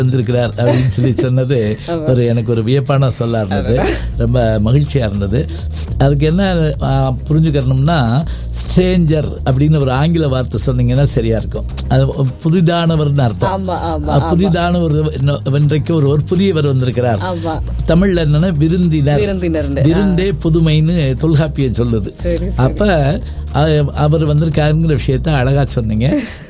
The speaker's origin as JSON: {"language": "Tamil", "region": "Tamil Nadu", "country": "India", "tie": "born or raised there", "lives_now": "Madurai, India", "said": "நான் கிராமத்துல வளர்ந்த பையன்"}